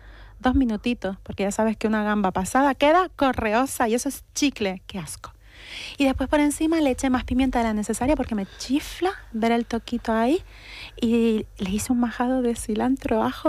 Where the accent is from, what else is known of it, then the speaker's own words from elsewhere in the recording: Canary Islands, Spain; Yo vengo de Gran Canaria